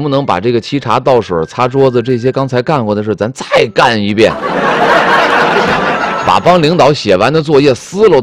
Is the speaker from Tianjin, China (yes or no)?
yes; Tianjin, China; 那我也是老天津的，我也是个土生土长的老天津哈。